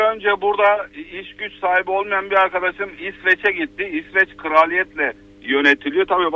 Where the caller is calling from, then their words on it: Antalya, Turkey; ben Antalya'dan.